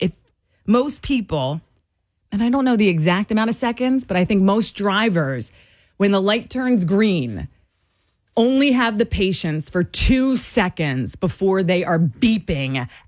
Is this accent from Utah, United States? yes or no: no; New Jersey, United States; because we're from New Jersey